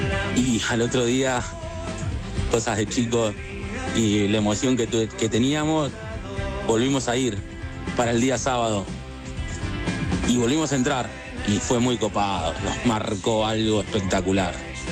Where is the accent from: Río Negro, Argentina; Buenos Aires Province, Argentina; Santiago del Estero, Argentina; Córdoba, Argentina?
Buenos Aires Province, Argentina; Avellaneda; Bah, yo soy de Avellaneda, recuerdo que sacamos la entrada con mi prima y una amiga para el día viernes.